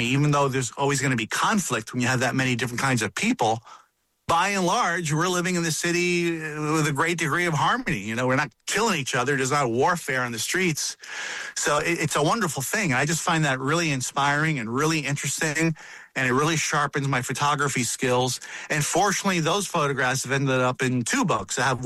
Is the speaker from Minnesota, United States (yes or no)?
no; New York City, New York, United States; I grew up in New York.